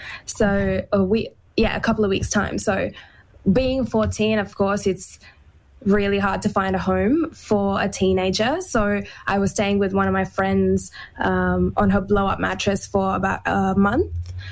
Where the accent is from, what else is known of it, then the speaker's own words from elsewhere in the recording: India; moved away; I think firstly, with growing up in India, I had disclosed my abuse to three adults in three different scenarios.